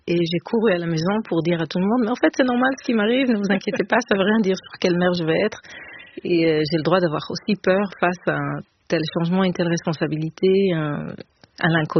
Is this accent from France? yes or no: no; Israel; moved away; j'ai été élevée en Israël et qu'il y a quelque chose de très direct dans cette langue-là aussi.